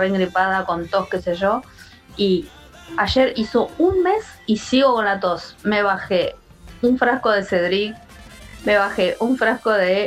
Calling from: Lomas del Mirador, Buenos Aires Province, Argentina; de Lomas del Mirador

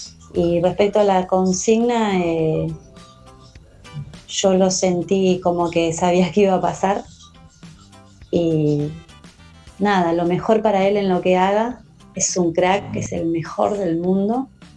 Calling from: Lomas, Buenos Aires, Argentina

